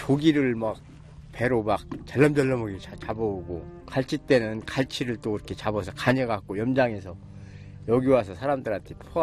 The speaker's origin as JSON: {"language": "Korean", "region": "South Chungcheong", "country": "South Korea", "tie": "born or raised there", "said": "금강은 친구죠. 어머니 품속 같은 고향이고 친구예요. 여기서 태어나갖고 여기서 어렸을 때 좀 컸기 때문에 어디 나가도 금강같이 좋은 데가 별로 없어요."}